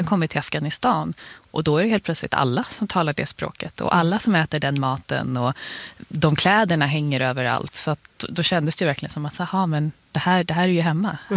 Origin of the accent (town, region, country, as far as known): Botkyrka, Stockholm County, Sweden